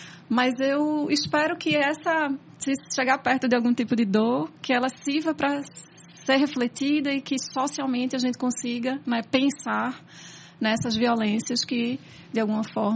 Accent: Northeast Region, Brazil; also born or lived in São Paulo; Orgulho de ser nordestina

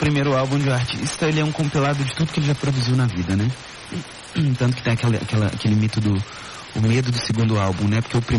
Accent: Ouro Branco, Minas Gerais, Brazil; Ouro Branco, que é a cidade onde eu cresci

